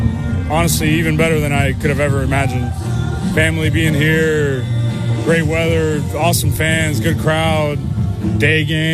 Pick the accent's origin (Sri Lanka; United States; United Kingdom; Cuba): Cuba; We're very poor, and we come from Cuba, and we don't have much here.